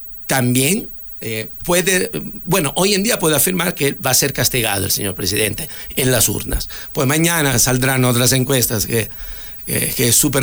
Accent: Ecuador; qué pena también por parte de nosotros como ecuatorianos

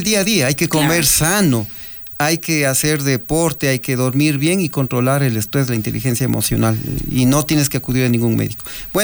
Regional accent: Ecuador

